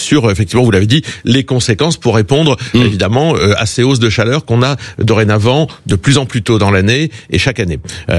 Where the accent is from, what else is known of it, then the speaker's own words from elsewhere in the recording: Hauts-de-France, France; born there; Je suis nordiste et picard de naissance.